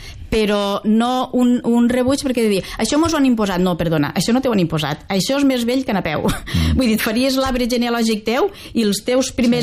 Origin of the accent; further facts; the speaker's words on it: Vinaròs, Valencian Community, Spain; jo també sóc de Vinaròs